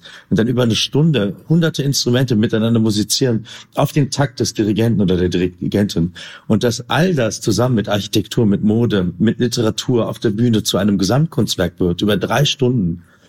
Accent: Berlin, Germany; Genau, eigentlich komme ich aus Kreuzberg. Ich weiß nicht, es steht immer in der Presse Neukölln. Ich weiß, das hat sich irgendwann mal so verselbstständigt. Genau, aus der Zossener Straße, Bergmarktbeetz, aus dem guten Kreuzberg.

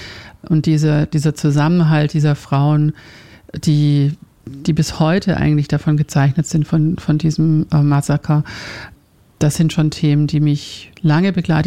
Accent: Finland; Also ich komme ja ursprünglich aus Finnland.

